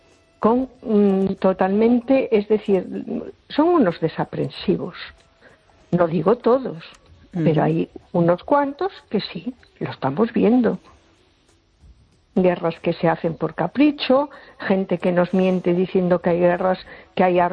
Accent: A Coruña, Galicia, Spain; Hola, buenas noches … de Coruña.

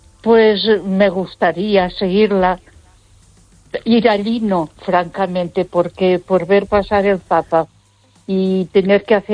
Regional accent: Barcelona, Catalonia, Spain; A Barcelona, porque yo creo que ya te lo dije. Yo me crié en la Avenida Gaudí, que está muy cerquita de la Sagrada Familia.

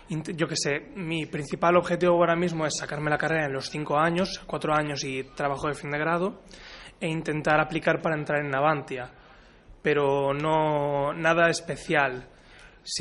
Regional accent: Ferrol, Galicia, Spain; De aquí, de Ferrol

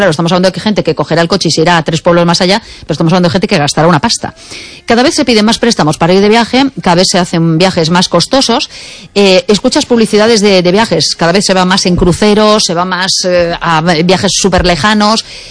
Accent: Vigo, Galicia, Spain; Ah, realmente, yo soy del Bao.

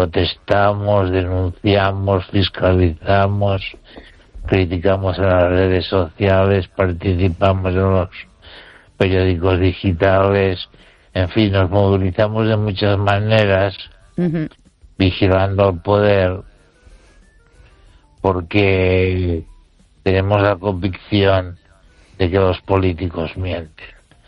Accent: Spain

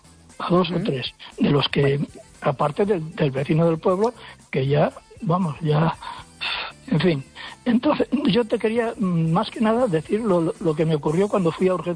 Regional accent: Fisterra, Galicia, Spain; Me tuve que ir, estoy viviendo de alquiler a 50 kilómetros de mi pueblo. Yo soy de Fisterra, ¿eh?

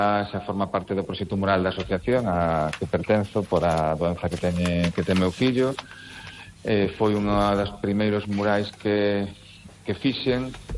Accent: Lugo, Galicia, Spain; eu no meu na miña historia persoal, pois como lucense

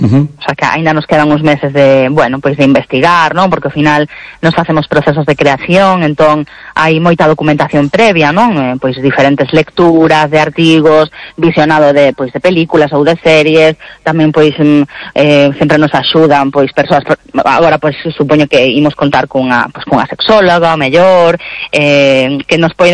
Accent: Galicia, Spain; nós tamén somos creadoras galegas, co cal sempre a nosa visión, o facemos dende a nosa idiosincrasia

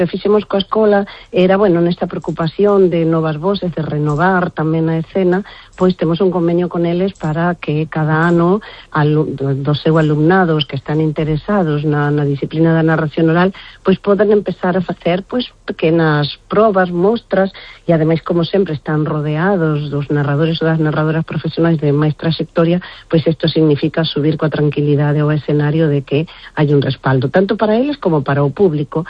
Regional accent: Uruguay; now in Galicia, Spain; eu son de Uruguai

